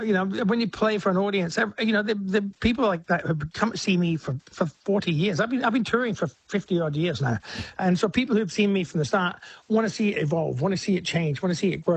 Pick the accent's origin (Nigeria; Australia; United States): Australia; Adelaide, South Australia; Sarah's an Adelaide girl. I came from Adelaide myself.